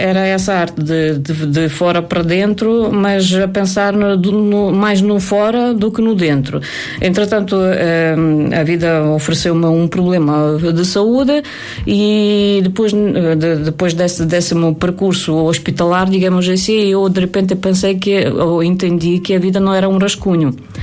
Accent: Chernobyl, Kyiv Oblast, Ukraine; Chernobyl.

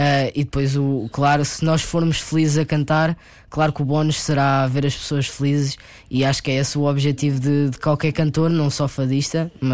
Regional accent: Chamusca, Santarém, Portugal; É um fado da minha terra, da Chamusca, mas que acho que retrata muito bem o tempo antigo.

